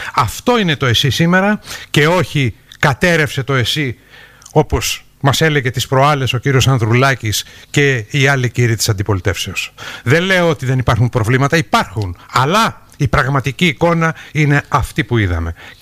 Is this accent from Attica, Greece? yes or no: no; Kalymnos, South Aegean, Greece; moved away; επειδή είμαι και Καλύμνιος, δεν σας κρύβω ότι ανατρίχιασα παρακολουθώντας τις εικόνες, το τι συνέβη κάτω στην πατρίδα μου, την Καλύμνο.